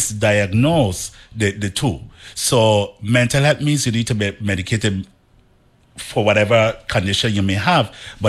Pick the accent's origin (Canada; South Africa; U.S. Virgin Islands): U.S. Virgin Islands; Frederiksted, St. Croix; I'm from Frederickstead.